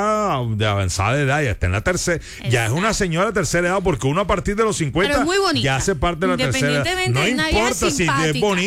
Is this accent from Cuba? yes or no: no; Colombia; also born or lived in Bogotá; now in United States; cuando yo vivía en Bogotá, yo respetaba que yo vivía en otra ciudad. Soy colombiano